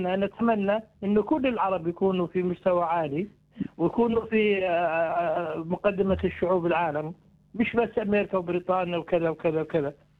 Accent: Jordan; ولكن أنا كأردني يعني بكون شعوري أكثر مع الأردنيين.

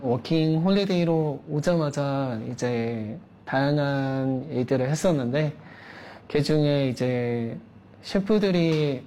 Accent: South Korea; moved away as an adult; now in Australia; 저 같은 경우는 한국 사람이다 보니까

